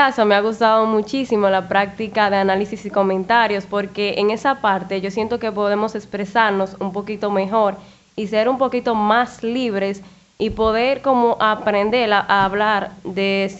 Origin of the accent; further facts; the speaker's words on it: Dominican Republic; todo lo que nos identifica como dominicanos